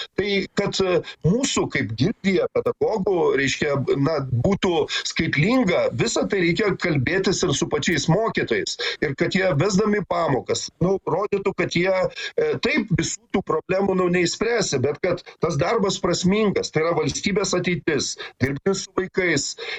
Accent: Kaunas, Kaunas County, Lithuania; Kaune mes, aš kaunietis

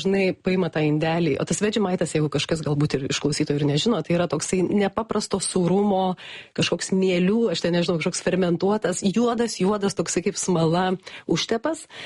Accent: Druskininkai, Alytus County, Lithuania; now in Australia; aš esu iš Druskininkų.

